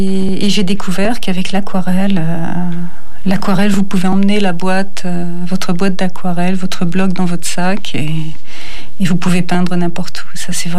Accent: Paris, Île-de-France, France; moved away as an adult; now in Saint-Jean-du-Gard, France; je suis originaire de Paris. Je me suis installée, comme beaucoup de gens, dans les années 70 en Cévennes, dans la vallée Borgne. Et je suis restée une quinzaine d'années dans la vallée Borgne.

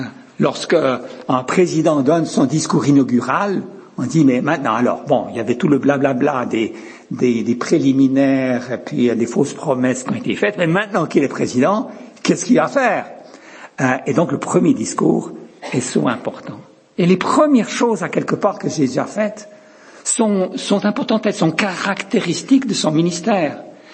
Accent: Lausanne, Vaud, Switzerland; Moi, je suis de Lausanne.

